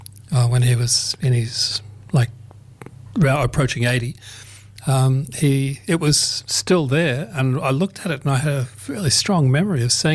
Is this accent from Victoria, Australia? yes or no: no; Bathurst, New South Wales, Australia; born there; also born or lived in Townsville, Queensland; now in Alice Springs, Australia; I was taken to a temple in Bathurst as a youth when they recognised my greatness, and I spent my childhood there learning from monks.